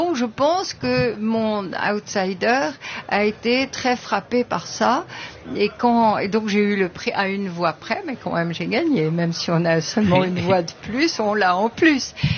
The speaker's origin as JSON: {"language": "French", "town": "Toulouse", "region": "Occitanie", "country": "France", "said": "Oui, je suis toulousain aussi"}